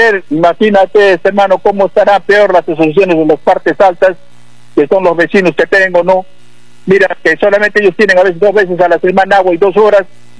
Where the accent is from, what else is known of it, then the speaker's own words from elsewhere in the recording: Islay Province, Arequipa, Peru; para mi pueblo, para la provincia de Islay.